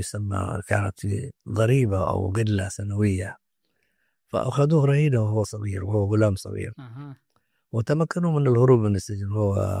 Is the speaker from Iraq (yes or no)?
no; Yemen; نحن عندنا في اليمن في بعض اللغات التاريخية خبت أو تلاشت وذابت في أساس العربية العامة التي نتحدث فيها الآن